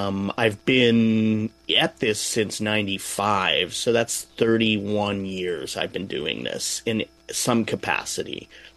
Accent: Alberta, Canada; also born or lived in Oshawa; I was born in Oshawa, I grew up in Alberta

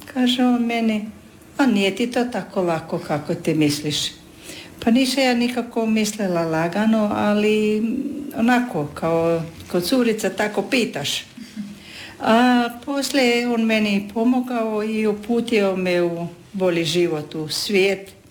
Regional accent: Virovitica, Virovitica-Podravina County, Croatia; Pa kad sam bila još kao curica, bile su kod nas u Franjevke u Virovitici

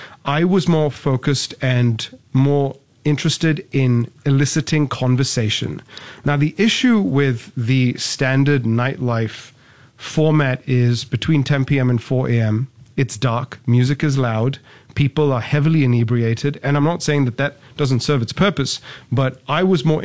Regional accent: Singapore; I'm born and raised in Singapore.

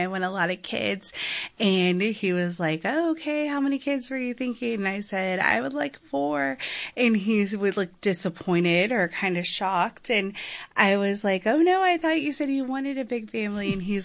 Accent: San Antonio, Texas, United States; born and raised in San Antonio, went to UT in Austin for undergrad, came back to San Antonio to be a public school teacher, eventually made my way to law school in Houston, and then came back

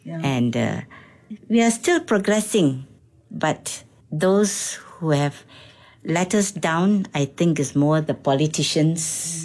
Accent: Malaysia; Now we are Malaysian

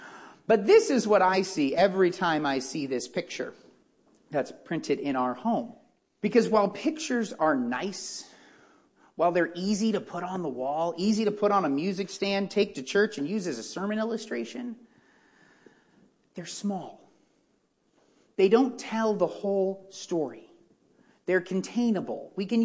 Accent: California, United States; moved away as an adult; now in Colorado, United States; We had just moved to Colorado. It was 2018 in October. And we are from Southern California.

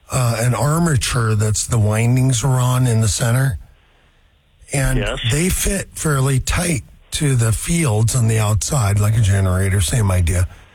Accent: Seattle, Washington, United States; I was talking about, you know, growing up in Ballard

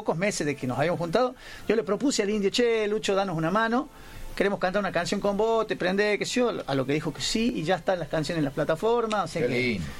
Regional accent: San Fernando, Catamarca, Argentina; San Fernando, sí. Ajá. Sí, somos de San Fernando.

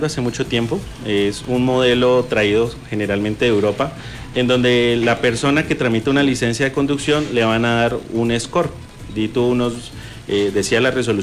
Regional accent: Colombia; Van a haber muchos más trámites, y seguramente, como buenos colombianos, todo lo dejamos para última hora.

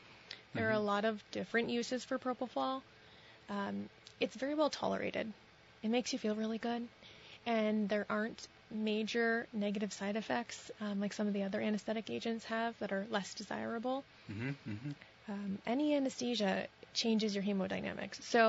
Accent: Sheldon, Vermont, United States; Not far. I grew up in Sheldon, Vermont.

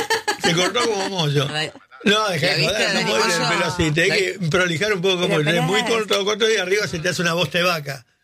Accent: Argentina; que yo soy mujer, madre argentina

